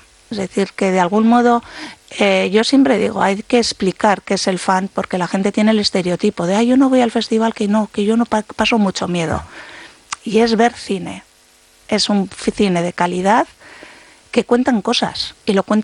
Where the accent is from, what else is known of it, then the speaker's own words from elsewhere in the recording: Bilbao, Basque Country, Spain; Soy de Bilbao, ya quisiera tener yo el reconocimiento internacional que tiene Cannes